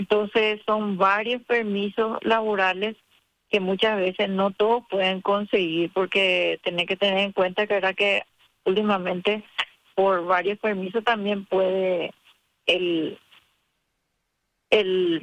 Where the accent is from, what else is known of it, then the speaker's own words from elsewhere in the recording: Asunción, Paraguay; moved away as an adult; now in Ciudad del Este, Paraguay; Solo dos personas somos de Asunción y migramos aquí por el tema del trabajo